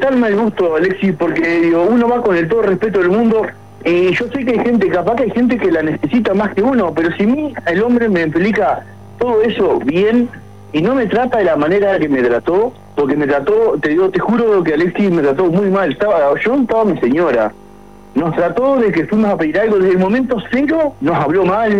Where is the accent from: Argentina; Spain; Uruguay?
Uruguay; Maldonado; Yo soy oriundo de Maldonado, viví toda la vida acá, nacido y criado, no tengo mi casa propia, toda mi vida alquilé